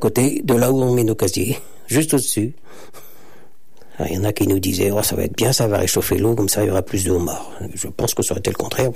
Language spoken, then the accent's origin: French; Trézien, Brittany, France; marin pêcheur à Paul Fleurzel, enfin à Fleurzel, je suis de Trésien.